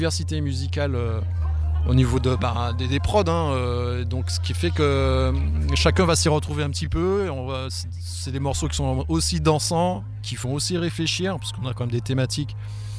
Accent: Guadeloupe; now in France; Mais j'ai grandi en Guadeloupe, donc si tu veux, c'est un autre cadre, c'est d'autres influences.

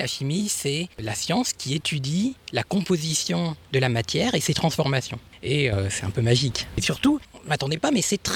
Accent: Béthisy-Saint-Pierre, Hauts-de-France, France; now in Japan; Du coup, moi je suis originaire de Béthisy-Saint-Pierre. Je suis resté ici jusqu'au bac que j'ai eu à Compiègne.

